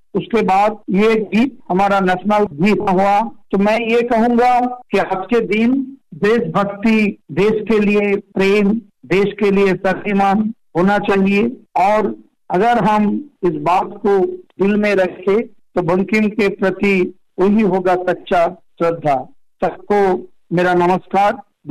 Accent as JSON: {"language": "Hindi", "area": "Murshidabad district", "region": "West Bengal", "country": "India", "said": "ये मेरे लिए गर्व की बात है कि मैं मुर्शिदाबाद जिला से बिलोंग करता हूँ।"}